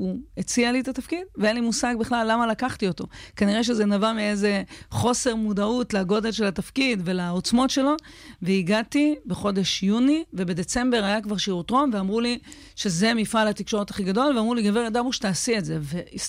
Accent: Ashkelon, Southern District, Israel; moved away; התחנות שעיצבו אותי בסוף, זה היה הילדות שלי באשקלון. זה ילדות במקום מאוד מאוד אוהב, מפרגן, תומך, שהיה קר נרחב לכל השיגונות שלי.

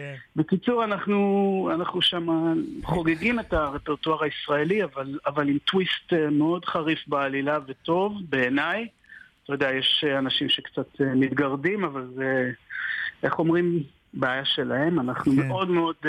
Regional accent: Jerusalem, Jerusalem District, Israel; אחד האנשים שאמר לי לכלול מוזיקה ישראלית אצלי היה ארני לורנס, שגדלתי על ברכיו בירושלים, כמו עוד הרבה אנשים.

